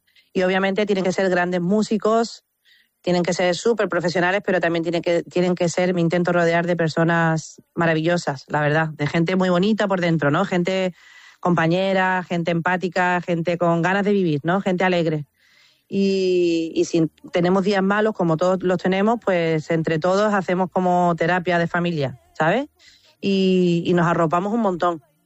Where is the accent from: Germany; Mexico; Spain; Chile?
Spain; Andalusia; pero prácticamente estamos en Andalucía, y mira, tocar en mi tierra, eso es lo más cercano a una residencia que puedo tener.